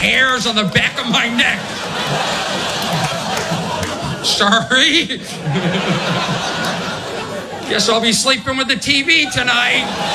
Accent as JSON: {"language": "English", "region": "East Coast", "country": "United States", "said": "I'm from the East Coast. I don't know how to act when the ground and everything starts shaking."}